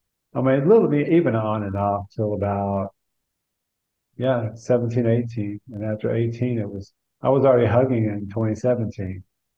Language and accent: English; Texas, United States; Well, I grew up in Texas, hence the name.